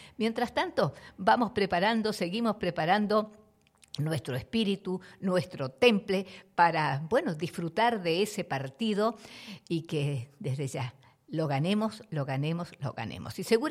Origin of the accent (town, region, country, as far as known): Argentina